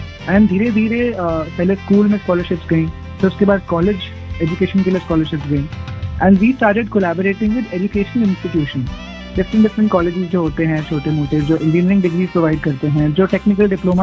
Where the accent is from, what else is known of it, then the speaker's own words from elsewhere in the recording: Lucknow, Uttar Pradesh, India; हम लोग मतलब ओरिजिनली लखनऊ से, लखनऊ के पास भी हमारा गांव है सिधौली करके।